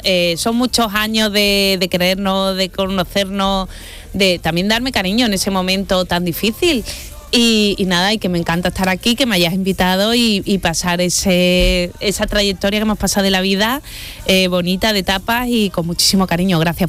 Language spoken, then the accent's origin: Spanish; Seville, Andalusia, Spain; Somos sevillanos y sobre todo hay que apostar por los andaluces y por Sevilla